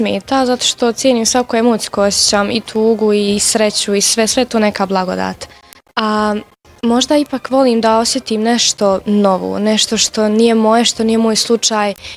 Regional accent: Tešanj, Federation of Bosnia and Herzegovina, Bosnia & Herzegovina; dolazim iz Tešnje, pohađam gimnaziju Musa Ćazmi Ćatić.

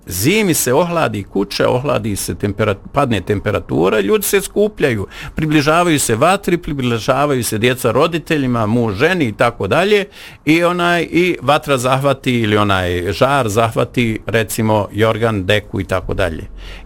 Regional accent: Bosnia & Herzegovina; Ja sam čovjek Bosanac koji želi ovdje život kreirati i ovdje pričati o pričama.

